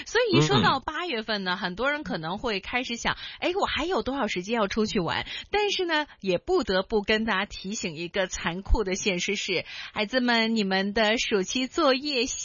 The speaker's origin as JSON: {"language": "Chinese", "country": "Hong Kong", "tie": "born or raised there", "first_language": "Cantonese", "second_language": "Chinese", "said": "我在香港长大，所以呢有很长的一段时间呢，就是暑假的一段时间，就是父母是因为看不过去了，因为感觉孩子只说广东话，一点普通话都不会"}